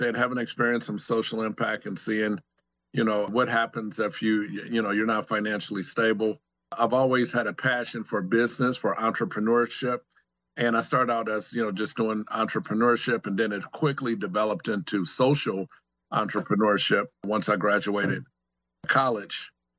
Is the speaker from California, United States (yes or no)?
yes; Oakland, California, United States; now in Orangeburg, United States; I come from Oakland, Bay Area, Oakland, California. I raised primarily in Oakland, Oakland border Berkeley, and went to school in Berkeley.